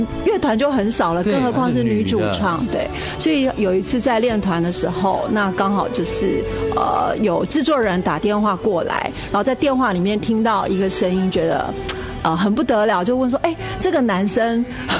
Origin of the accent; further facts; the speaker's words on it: Miaoli County, Taiwan; 可是后来读了世新之后，我是苗栗人，我到世新来，我那时候是没有琴可以练的状态。